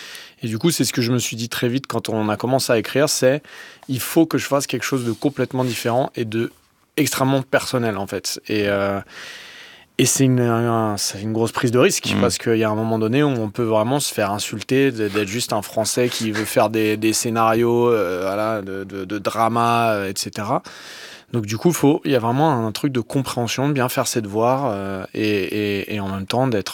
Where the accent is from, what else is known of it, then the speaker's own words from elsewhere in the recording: France; C'est pour ça que j'étais un peu en confiance quand, en tant que Français, j'avais peur de me faire écraser à Hollywood.